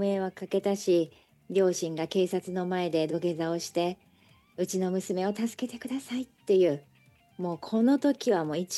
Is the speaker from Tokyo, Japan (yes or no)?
no; Miyazaki, Japan; now in Kumamoto, Japan; 出身はですね、はい、今熊本に在住なんですけど、宮崎なんですね。もっと南の宮崎県もとってももう田んぼの周りで育ったという、そんな感じです。